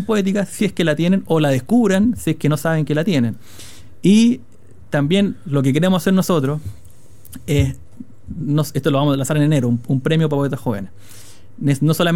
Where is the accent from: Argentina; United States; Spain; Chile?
Chile